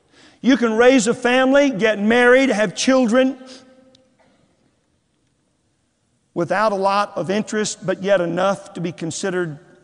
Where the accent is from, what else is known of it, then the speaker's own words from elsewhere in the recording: Texas, United States; I was from Texas, the Holy Land. I wanted to stay there.